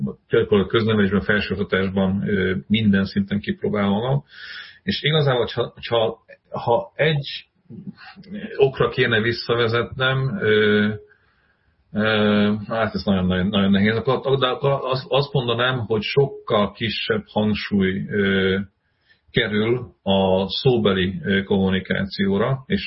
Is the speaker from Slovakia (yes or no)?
yes; Southern Slovakia, Slovakia; now in Hungary; És ugye én felvidéki származású vagyok, tehát én azért ismerek több szláv nyelvet, hiszen olyan környezetben nőttem fel